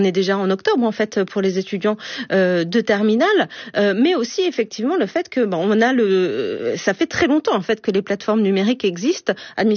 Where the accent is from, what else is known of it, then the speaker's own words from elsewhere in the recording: Saint-Quentin-en-Yvelines, Île-de-France, France; moi je viens de Saint-Quentin en Yvelines par exemple, si j'avais eu 18 ans il y a quelques années